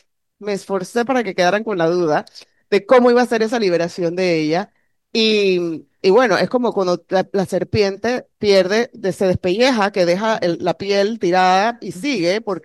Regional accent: Panama; born there; accent: Cuban; mi crianza, aunque yo nací en Panamá, mi crianza de mi casa fue muy cubana. O sea, fue muy cubana en costumbres, en amistades, en gente que iba a mi casa.

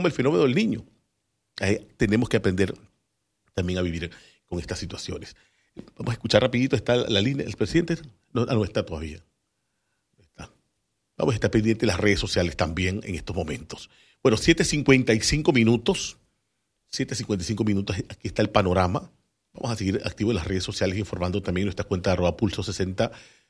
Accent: Coclé, Panama; mi tierra bella, Coclé.

